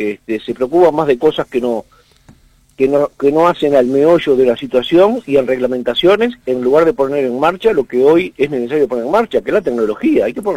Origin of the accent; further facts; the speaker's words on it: Montevideo, Uruguay; Yo me crié y viví en el Hipódromo de Maronia, y cuando me recibí, y como quería ser médico generalista, me fui a trabajar a mi barrio.